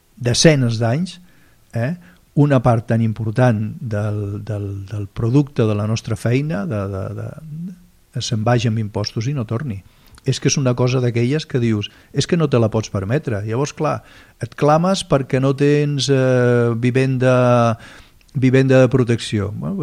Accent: Catalonia, Spain; com a catalans al nostre país

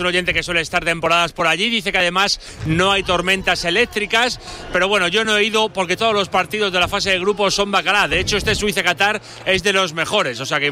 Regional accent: Region of Murcia, Spain; Me ha emocionado, señor, hasta a mí, que soy un señor de Murcia.

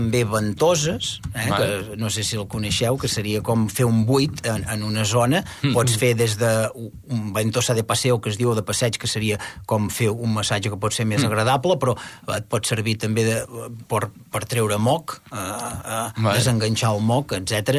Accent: Catalonia, Spain; que aquí també tenim les herbes de les iaies remeieres, jo soc de la Garrotxa, vull dir, aquí tenim molta experiència

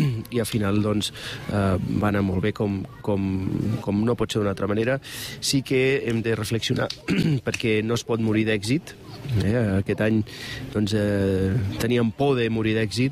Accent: La Seu d'Urgell, Catalonia, Spain; som de la Seu, som del Pirineu, i per tant molt orgullosos de ser-ho.

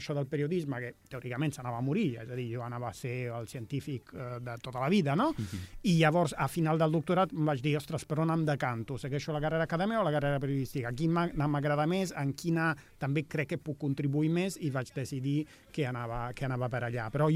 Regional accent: Rome, Lazio, Italy; moved away as an adult; now in Barcelona, Spain; vaig néixer a Roma i m'he format allí, m'he educat allà, m'he llicenciat en física a Roma i vaig venir a fer el doctorat a Barcelona justament l'any 2003

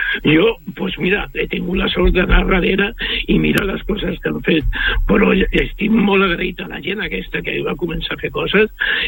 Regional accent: Sant Boi de Llobregat, Catalonia, Spain

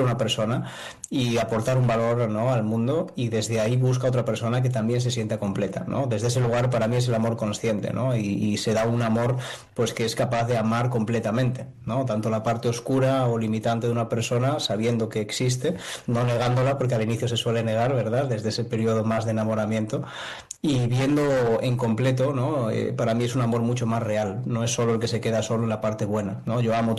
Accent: Galicia, Spain; Sí, soy gallego, aunque hablo y entiendo catalán también, pero bueno, me costaría más porque hay alguna palabreja que meto por ahí aún, sigo aprendiendo

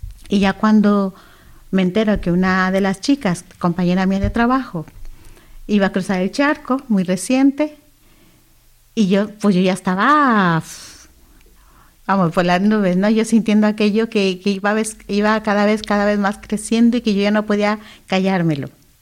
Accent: Monterrey, Nuevo León, Mexico; now in Gran Canaria, Spain; yo soy mexicana de Monterrey, Nuevo León.

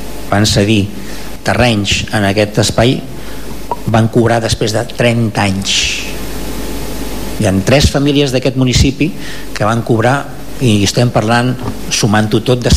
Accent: Palafolls, Catalonia, Spain; Quan tots els que som de Palafolls, i els que no ho som però hem vingut, sabem que allò s'inunda amb metres d'aigua quan la Tordera baixa

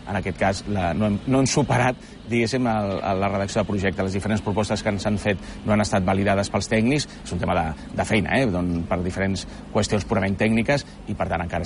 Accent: Tarragona province, Catalonia, Spain; Nosaltres som penedesencs i tarragonins. Som tarragonins des de fa gairebé dos segles.

